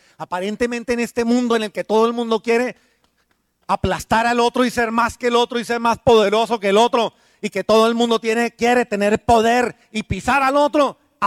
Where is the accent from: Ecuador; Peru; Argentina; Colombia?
Colombia; Bogotá; moved away; en Bogotá, en mi tierra